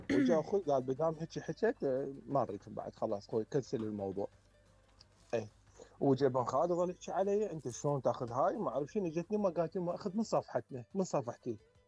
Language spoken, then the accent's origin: Arabic; Iraq; now in Germany; انا من زمان طالع من العراق، من يعني صار لي 25 سنه، من 95 طلعت من العراق.